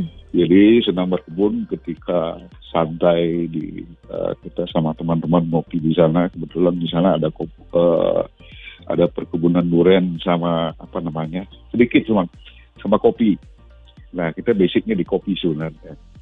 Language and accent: Indonesian; Banjar, Buleleng, Bali, Indonesia; desa kami, tepatnya di Desa Pedawa, Kecamatan Banjar, Kabupaten Buleleng